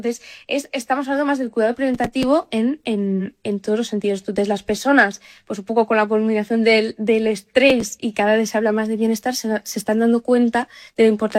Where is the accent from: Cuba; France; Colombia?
France; Paris, Île-de-France; moved away as an adult; now in Barcelona, Spain; yo me crié en París con mis padres, y ya volví con 18 años a Barcelona.